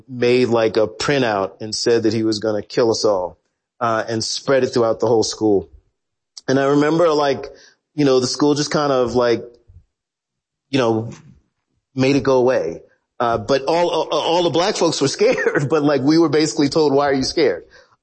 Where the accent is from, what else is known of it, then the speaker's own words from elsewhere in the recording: the South, United States; as a young black kid growing up in the South, America has this wondrous ability to gaslight you.